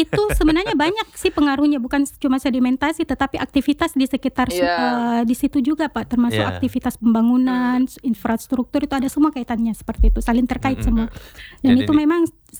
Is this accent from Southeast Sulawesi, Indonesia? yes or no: yes; Kendari, Southeast Sulawesi, Indonesia; kita orang Kendari